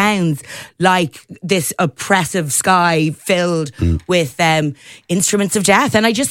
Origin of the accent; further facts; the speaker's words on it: Ireland; when we said that we were from Ireland, they were immediately so excited to talk about